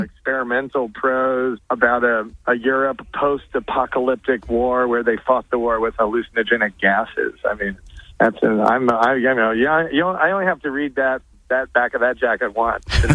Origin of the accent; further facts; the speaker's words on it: United States; I'm an American